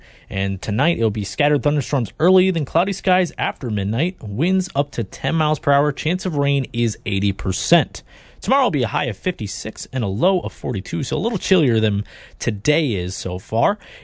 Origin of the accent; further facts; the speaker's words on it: Iowa, United States; now in Winona, United States; That is part my home state.